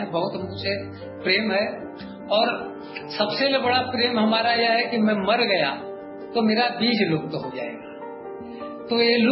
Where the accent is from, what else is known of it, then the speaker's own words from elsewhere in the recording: Tadiya, Uttar Pradesh, India; हमारा गांव … ग्राम टड़िया, पोस्ट ढढोरपुर, आराजी लाइन, जखनी रोड, जिला वाराणसी, उत्तर प्रदेश